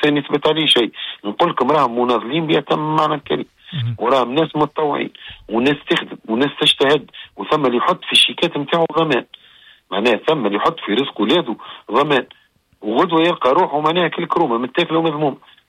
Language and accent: Arabic; Tunisia; أنا أول تونسي نرأسها اللجنة الدولية للألعاب قبل المتوسطة